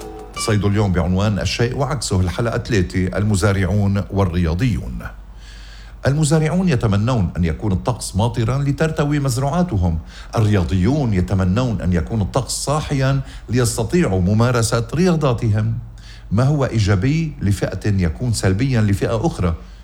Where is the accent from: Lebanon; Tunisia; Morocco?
Lebanon; أخ أخ يا بلدي لبنان، نعم نعم نعم هيدا اللي عم يصير وطننا لبنان للأسف